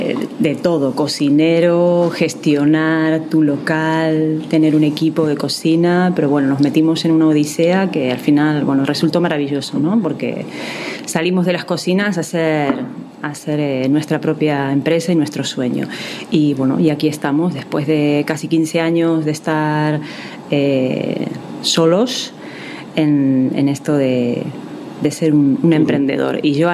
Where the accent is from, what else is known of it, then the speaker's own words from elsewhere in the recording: Argentina; accent: Argentine; now in San Sebastián, Spain; Sí, eso es, muy bien, lo dijiste uruguayo, ¿eh? Que son ahí hermanos, somos argentinos.